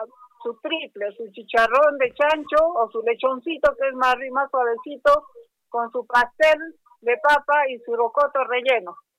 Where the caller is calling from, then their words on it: Arequipa, Peru; Yo, de Selva Alegre